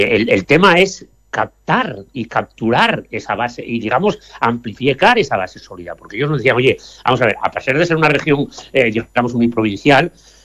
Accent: Asturias, Spain; moved away; yo salí de Asturias en el año 80 y soy un convencido que salir de Asturias no es un problema

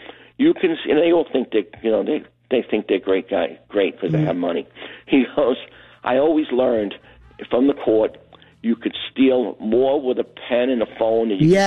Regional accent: Brooklyn, New York, United States; I'm a Greek from Brooklyn.

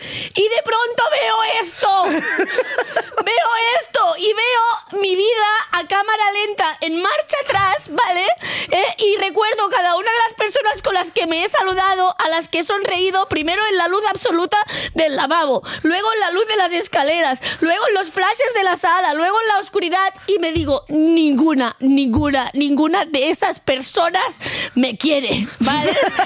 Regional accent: Catalonia, Spain; Sabemos que soy catalana.

